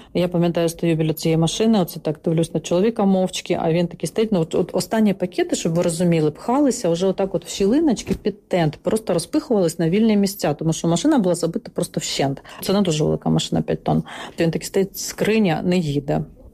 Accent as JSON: {"language": "Ukrainian", "town": "Kramatorsk", "region": "Donetsk Oblast", "country": "Ukraine", "tie": "born there", "said": "Я народилася в Краматорську, коли мені було 5 років, мої батьки поїхали в Тюменську область на заробітки, і відповідно забрали мене туди. 9 класів закінчувала в школі там."}